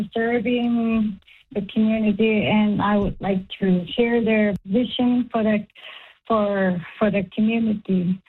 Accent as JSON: {"language": "English", "town": "Sanikiluaq", "region": "Nunavut", "country": "Canada", "tie": "born or raised there", "also_born_or_lived": "Churchill, Manitoba", "said": "But I was raised here in Seniküluak most of my life."}